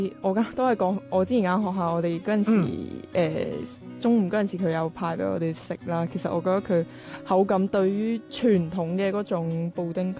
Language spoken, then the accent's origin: Chinese; Macau